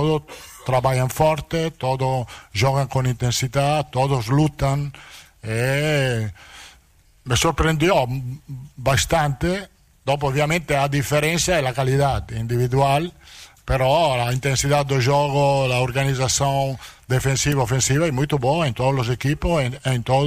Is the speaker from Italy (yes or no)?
yes; Italy; Portuguese is a second language